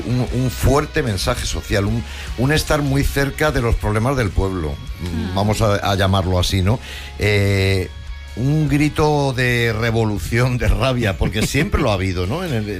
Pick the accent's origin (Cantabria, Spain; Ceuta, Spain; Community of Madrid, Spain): Community of Madrid, Spain; Madrid; born there; Yo nací en O'Donnell también, mira, otra cosa que nos une.